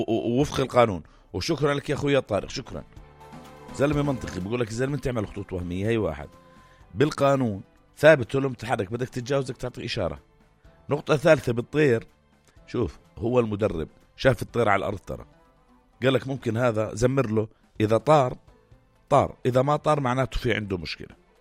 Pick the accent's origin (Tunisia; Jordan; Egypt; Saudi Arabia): Jordan